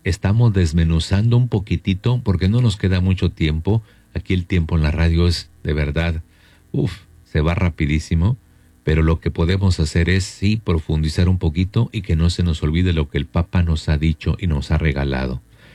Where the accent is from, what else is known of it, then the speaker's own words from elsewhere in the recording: Llano Grande, Veracruz, Mexico; Somos de Llano Grande, municipio de Tampico Alto.